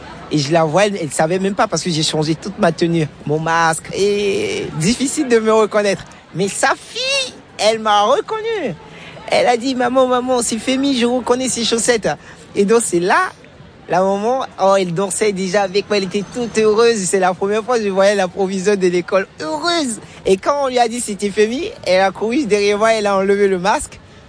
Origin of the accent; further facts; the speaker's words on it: Benin; J'ai grandi au Bénin. Il faudrait aussi comprendre que le milieu dans lequel j'ai grandi, il y a au niveau, au sein de la culture, on parle beaucoup de danse lors des cérémonies, on danse énormément.